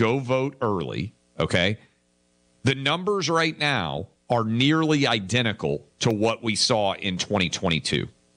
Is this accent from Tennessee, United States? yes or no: yes; Tennessee, United States; Places like my home state of Tennessee are now coming online